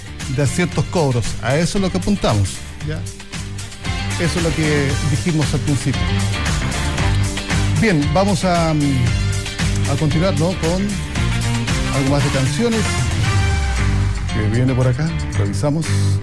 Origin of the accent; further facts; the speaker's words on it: Chile; soy chileno por si acaso